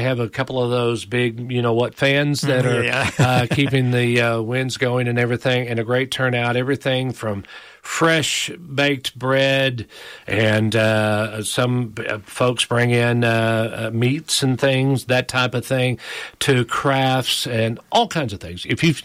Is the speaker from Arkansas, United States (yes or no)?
yes; Paragould, Arkansas, United States; born or raised there